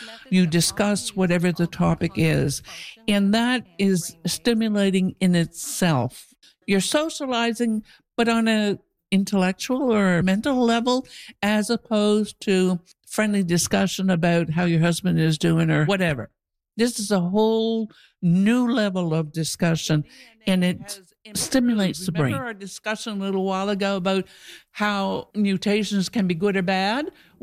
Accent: Quebec, Canada; moved away; I'm a retired teacher. I'm originally from Quebec

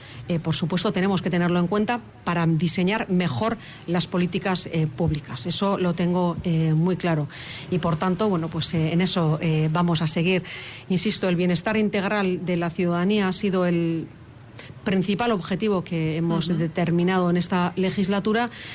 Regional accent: Azpeitia, Basque Country, Spain; moved away as an adult; now in Hondarribia, Spain; Yo soy de Azpeitia, pero vivo en Hondarribi desde hace ya muchos años

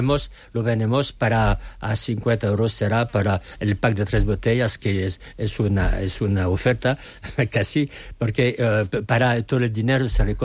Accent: Bordeaux, Nouvelle-Aquitaine, France; Spanish is a second language; now in Valladolid, Spain; vengo de una ciudad, Burdeos, en Francia, que es una ciudad como Valladolid, es una cuna de vino.

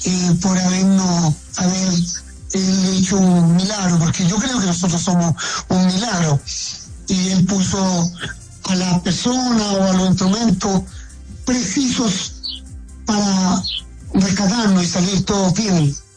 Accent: Chile; nos reíamos de esa situación porque pasaban muchas cosas por la cabeza de nosotros como mineros chilenos.

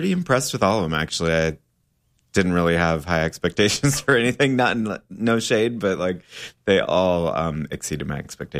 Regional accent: Iowa, United States; moved away; because I grew up in Iowa

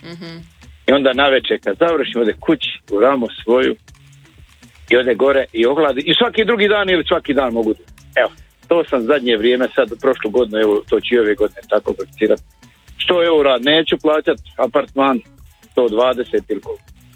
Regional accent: Rama, Federation of Bosnia and Herzegovina, Bosnia & Herzegovina; born there; Ja sam vodom iz Rame. Uh-huh. Meni je more 130 km dole, Brela, Baška, Omišće.

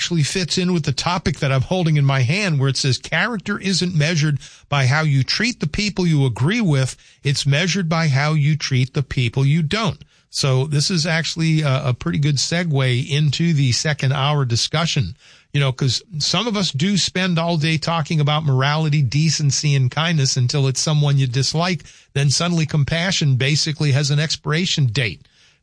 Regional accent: New Orleans, Louisiana, United States; Yeah, growing up in New Orleans was certainly a different experience from the rest of the Deep South.

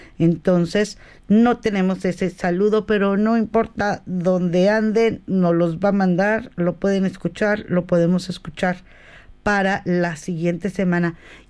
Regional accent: Mexico; now in Launceston, Australia; creo que mencioné a los que estamos actualmente como mexicanos

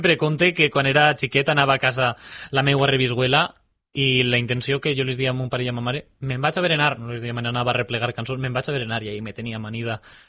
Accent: Betxí, Valencian Community, Spain; En Betxí també, el que passa, que com és el meu poble

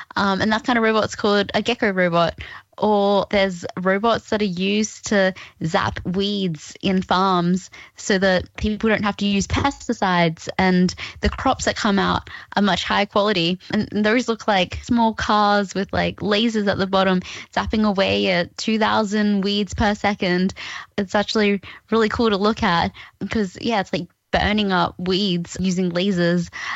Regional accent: Cairns, Queensland, Australia; Like, even though I grew up in Cairns and far north Queensland

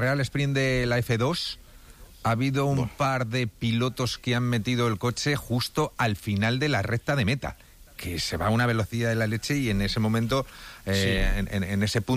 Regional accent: Madrid, Community of Madrid, Spain; yo como madrileño me siento orgulloso

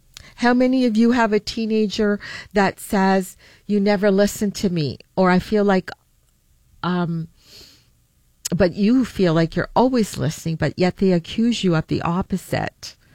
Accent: Italy; moved away; also born or lived in Halifax, Canada; one day I would love to get out to Nova Scotia because that's where we immigrated to from Italy in 1966 in Halifax, Nova Scotia, and I've always wanted to go down there.

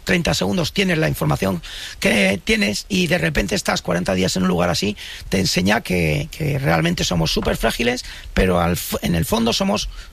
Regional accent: Íscar, Castile and León, Spain; Soy castellano y ahí nos hacemos duros.

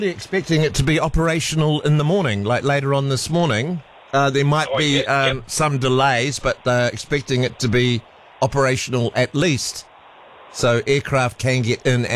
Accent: Waikato, New Zealand; now in Auckland, New Zealand; I was born and raised in the Waikato.

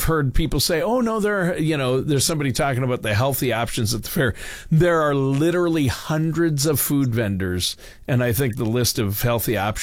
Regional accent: Minnesota, United States; my home state is now home to the world's largest, at least the U.S.'s largest state fair, the Minnesota State Fair

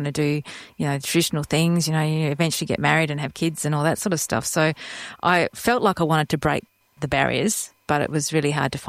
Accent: Harvey, Western Australia, Australia; growing up in Harvey was my foundation.

